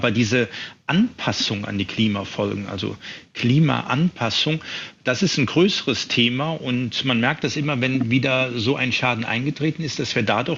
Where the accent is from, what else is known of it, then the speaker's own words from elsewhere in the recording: Mannheim, Baden-Württemberg, Germany; Also ich komme aus Mannheim